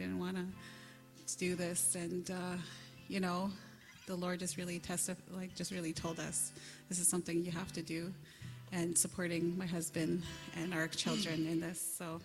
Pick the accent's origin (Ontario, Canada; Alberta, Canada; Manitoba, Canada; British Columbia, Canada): Manitoba, Canada; Winnipeg; also born or lived in Island Lake, Manitoba; We're originally from Island Lake, which is northeast Manitoba. Very isolated community we come from. And I grew up in Winnipeg, though.